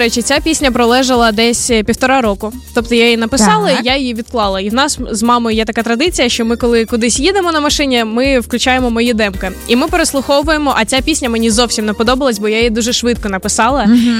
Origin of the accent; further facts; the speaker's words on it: Kharkiv, Kharkiv Oblast, Ukraine; я з Харкова